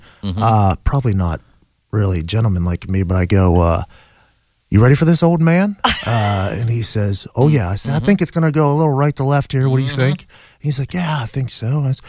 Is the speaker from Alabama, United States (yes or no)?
no; Plum, Pennsylvania, United States; moved away; Well, I'm from Pittsburgh originally, a town called Plumboro, which is outside of Pittsburgh.